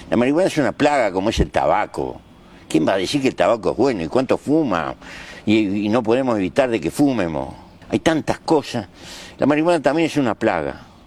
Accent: Uruguay

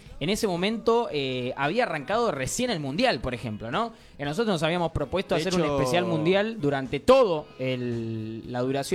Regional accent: Argentina; uno como hincha, como argentino

